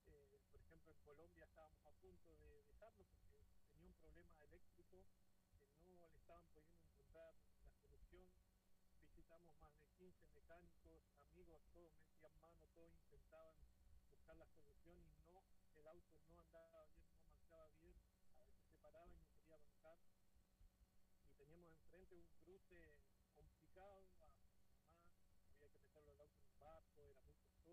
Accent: Neuquén, Argentina; van a mi pueblo y dicen, porque vi tus videos, quiero conocer tu pueblo

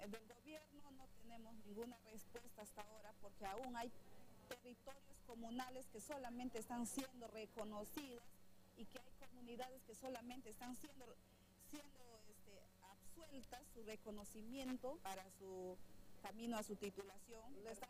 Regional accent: Ucayali, Peru; de la etnia Xeninca, soy de Perú. Estoy ubicada en la región Ucayali, en la provincia de Atalaya

